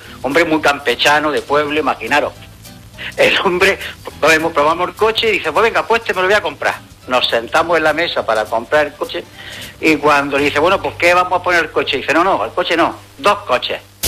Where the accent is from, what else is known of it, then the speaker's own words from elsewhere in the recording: Almería, Andalusia, Spain; now in Málaga, Spain; Yo soy de Almería, aunque ahora vivo en Málaga.